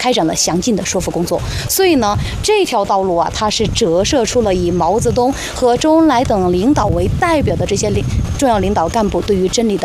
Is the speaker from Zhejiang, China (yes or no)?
no; Zunyi, Guizhou, China; 我作为本地人